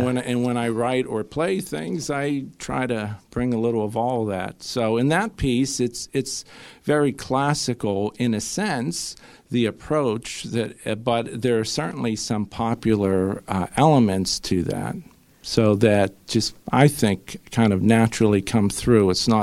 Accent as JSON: {"language": "English", "town": "East Pittsburgh", "region": "Pennsylvania", "country": "United States", "tie": "born or raised there", "said": "I grew up in East Pittsburgh, which would be east of the city, so North Versailles, Turtle Creek area."}